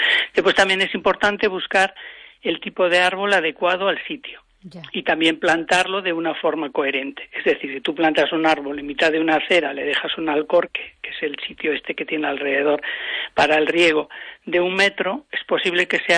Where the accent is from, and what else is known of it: Galicia, Spain